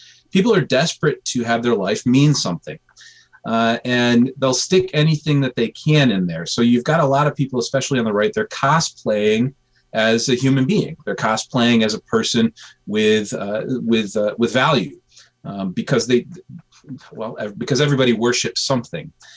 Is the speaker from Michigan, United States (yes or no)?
yes; Grand Rapids, Michigan, United States; born there; I came out of my mom in Grand Rapids, Michigan, and that boop, ding, I'm an American.